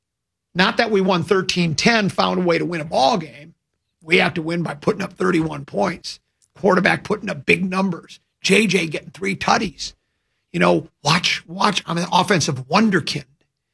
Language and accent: English; Woodbury, Minnesota, United States; We're both from Woodbury.